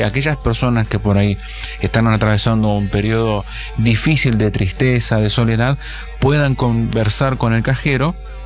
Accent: Buenos Aires Province, Argentina; Yo soy bonaerense

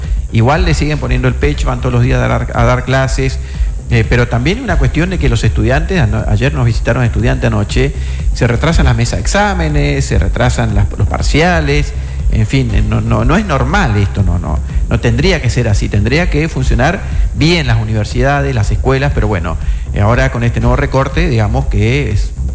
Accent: Argentina

